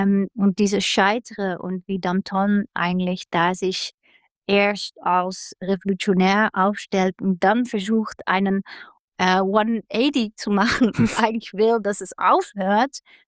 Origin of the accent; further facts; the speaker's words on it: Netherlands; now in Germany; Ich glaube, es ist ein sehr großes Privileg gewesen, dass wir diese Zeit in Jena hatten. Wir kommen aus den Niederlanden, wo wir auch frei produziert haben.